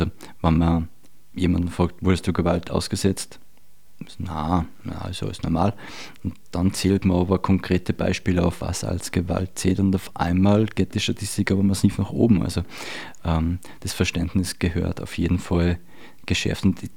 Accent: Ebensee, Upper Austria, Austria; Umso schöner für mich in meinem Heimatort in Ebensee.

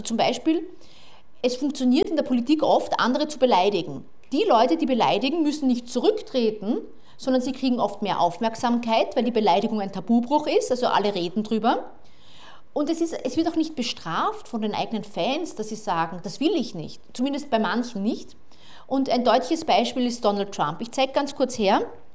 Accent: Graz, Styria, Austria; Ich komme aus Graz ursprünglich, wenn ich im Zug sitze und durch Zufall sitzt eine andere Frau aus Graz neben mir, dann sind wir die Grazerinnen

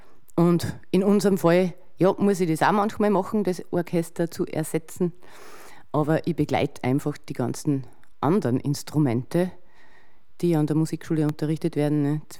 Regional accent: Bad Goisern, Upper Austria, Austria; Ich stamme aus Bad Gäusern und bin Pianistin und habe in Salzburg studiert

